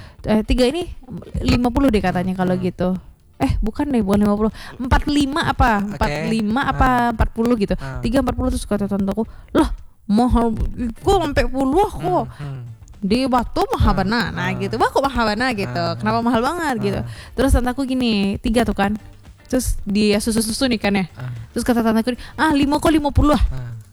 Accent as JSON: {"language": "Indonesian", "town": "Bukittinggi", "region": "West Sumatra", "country": "Indonesia", "tie": "born there", "said": "Emang keren tuh Bukit Tinggi. Itu kota kelahiranku loh."}